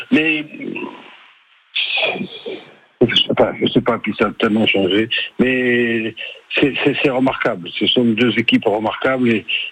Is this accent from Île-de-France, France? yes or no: no; Toulouse, Occitanie, France; Je suis né à Toulouse, je suis né à Saint-Simon et je suis un vrai Toulousain.